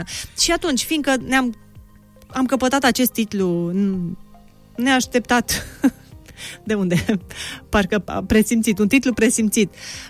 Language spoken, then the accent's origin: Romanian; Suceava County, Romania; born there; moved away as an adult; now in Bucharest, Romania